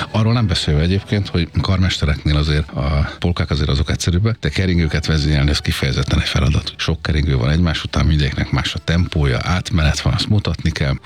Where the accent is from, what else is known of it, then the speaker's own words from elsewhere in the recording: Budapest, Hungary; Budapesten születtem, édesanyám hegedű tanár, édesapám brácsázott az operában, szóval erre mondják azt, hogy zenész családba született. Itt nőttem föl először a harmadik kerületben